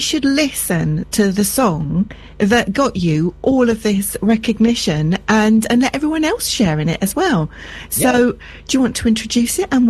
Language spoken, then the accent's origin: English; London, United Kingdom; I'm a Londoner